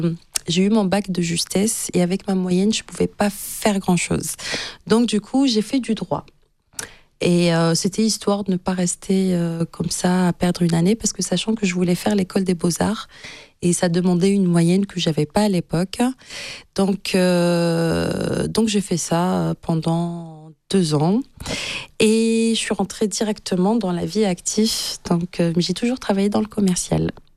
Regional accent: Algiers, Algiers Province, Algeria; moved away as an adult; now in France; moi, je suis née et grandie en Algérie, à Alger. Et je suis arrivée en France, donc du coup à l'âge adulte.

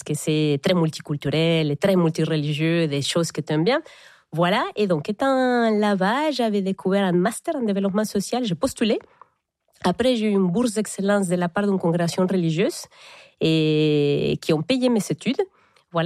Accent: Querétaro, Mexico; French is a second language; now in France; Alors moi j'ai grandi dans une ville qui s'appelle Querétaro. Et donc, qui est au nord de la ville de Mexico, à 205 kilomètres, mais pas au nord du pays. C'est vraiment dans le centre du pays.

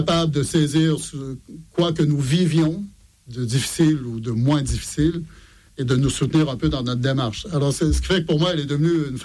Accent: Montreal, Quebec, Canada; born or raised there; moved away as an adult; now in France

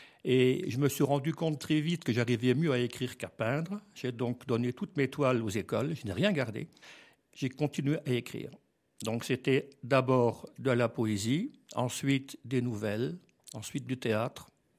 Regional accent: Metz, Grand Est, France; Je suis né à Metz, donc dans une ville. Mais mon père est décédé lorsque j'avais un an et demi. Donc, j'ai été élevé par mes grands-parents qui parlaient à peine le français. C'est pour ça que je le parle très bien maintenant et que j'écris en français.

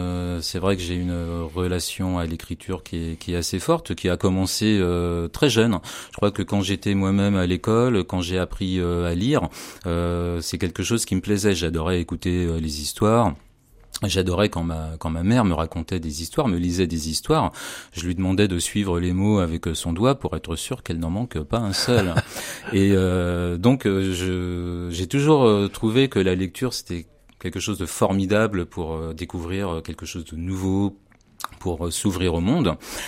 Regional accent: Boussay, Pays de la Loire, France; moved away as an adult; also born or lived in Nantes; now in La Roche-sur-Yon, France; Moi, j'ai grandi à Bousset, qui est une petite commune à côté de Clisson, dans le sud de la Loire-Atlantique. Mes parents avaient une ferme là-bas. Donc, je suis allé au collège à Clisson, j'ai fait mes études à Nantes

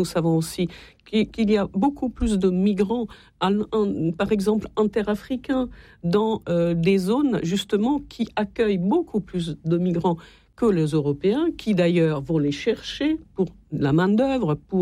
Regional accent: Italy; French is a second language

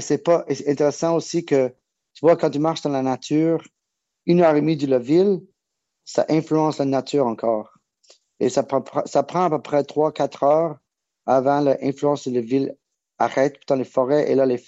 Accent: Canada; also born or lived in California; j'étais grandi à Canada.

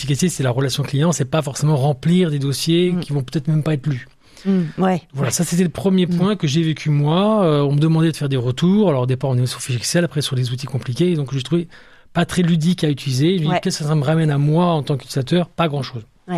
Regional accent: Aix-en-Provence, Provence-Alpes-Côte d'Azur, France; also born or lived in Lille; now in Niort, France; Voilà, je suis né à Lille et mes parents ont déménagé à Aix-en-Provence. Et j'ai fait une partie de mes études à Aix-en-Provence et à Marseille

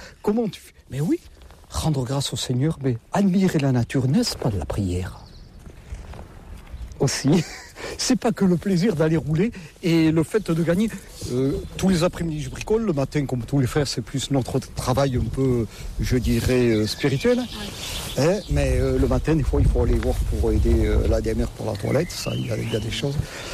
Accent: Nouvelle-Aquitaine, France; Avec mon accent, je ne suis pas du nord de la Loire, non. Je suis des Landes, du pays de Saint-Vincent-de-Paul.

